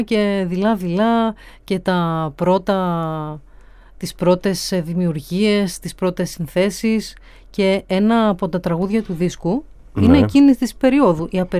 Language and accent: Greek; Aspros, Central Macedonia, Greece; also born or lived in Florina; now in Thessaloniki, Greece; Είμαι από τον Άσπρο Κιλκής.